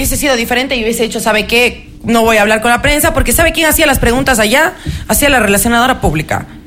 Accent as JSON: {"language": "Spanish", "town": "Cuenca", "region": "Azuay", "country": "Ecuador", "said": "soy cuencana."}